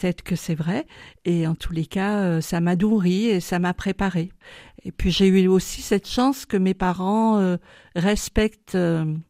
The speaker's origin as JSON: {"language": "French", "town": "Lyon", "region": "Auvergne-Rhône-Alpes", "country": "France", "tie": "born or raised there", "said": "Je suis, on va dire, lyonnaise. Voilà, depuis l'âge de 2 ans où je suis arrivée à Lyon, je suis lyonnaise et avec des racines méditerranéennes du côté de ma maman et du sud-ouest de mon papa."}